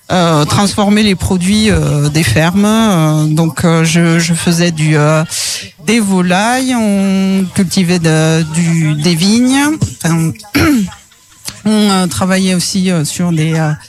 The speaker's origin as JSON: {"language": "French", "town": "Lorette", "region": "Auvergne-Rhône-Alpes", "country": "France"}